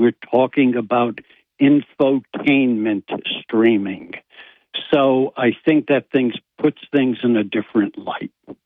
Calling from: Binghamton, New York, United States; from Binghamton's beautiful west side.

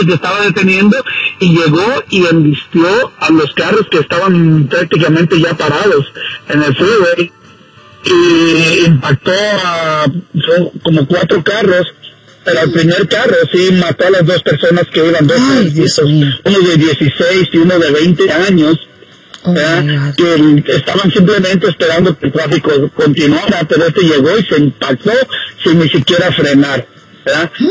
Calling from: Sacramento, California, United States; Hablamos aquí de Valle, Sacramento, California.

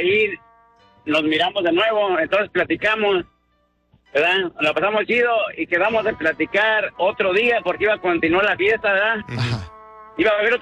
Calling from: Guanajuato, Mexico; Yo vivo en Guanajuato, pero...

